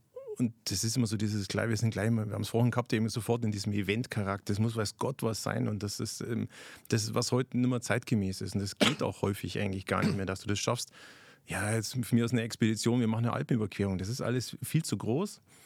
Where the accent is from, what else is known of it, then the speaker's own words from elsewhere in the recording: Bavaria, Germany; Und kurz zu meiner Person … Ich komme eben aus Bayern, bin da eigentlich aktuell gerade Berufsschullehrer